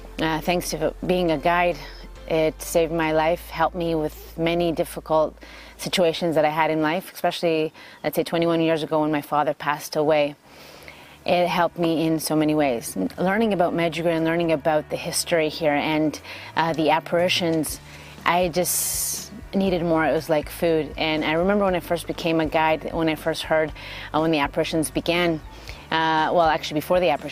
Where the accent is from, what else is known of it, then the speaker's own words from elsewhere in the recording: Toronto, Ontario, Canada; However, me and my sisters were born and raised in Canada, Toronto, Ontario.